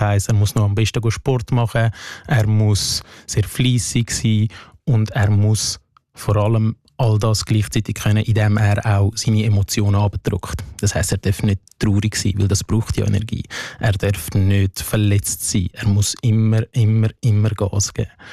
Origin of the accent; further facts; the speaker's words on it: Afghanistan; now in Switzerland; Wie du gesagt hast, ich bin aus Afghanistan in die Schweiz geflüchtet.